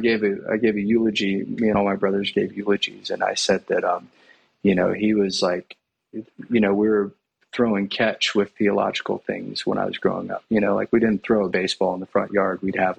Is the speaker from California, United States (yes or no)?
no; Atlanta, Georgia, United States; moved back to Atlanta when I was 12. But I was the typical rebellious American preacher's kid.